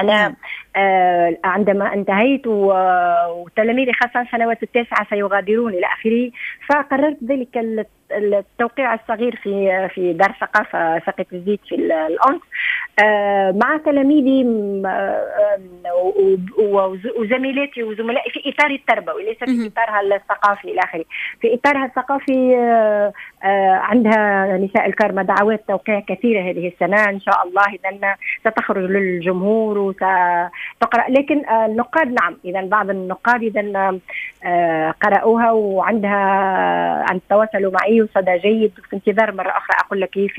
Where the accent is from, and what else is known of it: Tunisia